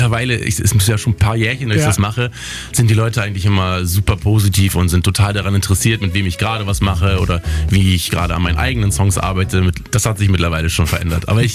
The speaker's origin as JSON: {"language": "German", "town": "Wunstorf", "region": "Lower Saxony", "country": "Germany", "lives_now": "Berlin, Germany", "said": "besonders im Umland von Hannover, wo ich herkomme, ne, aus Wunsdorf, Steinhude, ist halt so die Ruhe und die Natur, die Gelassenheit."}